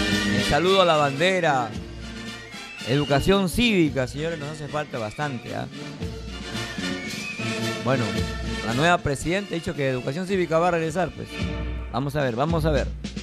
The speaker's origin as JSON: {"language": "Spanish", "country": "Peru"}